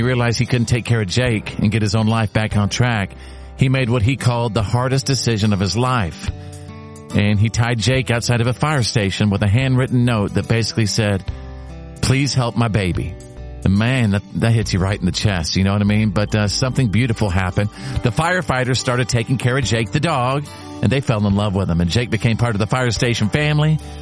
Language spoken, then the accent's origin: English; Texas, United States; And this one comes from Texas, my home state